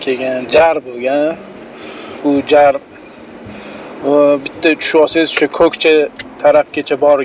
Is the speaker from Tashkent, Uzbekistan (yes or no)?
yes; Tashkent, Uzbekistan; Biz endi Samarqand darvozasida tug'ilib katta bo'lganmiz. Samarqand darvozasida yoshligimiz o'tgan.